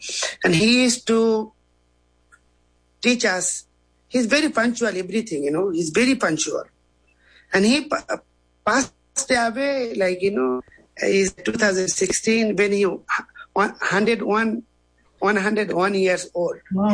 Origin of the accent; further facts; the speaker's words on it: India; English is a second language; moved away; I was born and raised in India.